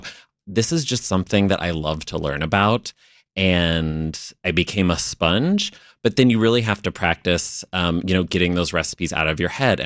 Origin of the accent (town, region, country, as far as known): Indiana, United States; now in Chicago, United States